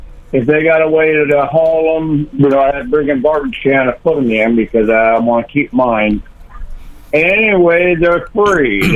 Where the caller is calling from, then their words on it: Octavia, United States; I'm in Octavia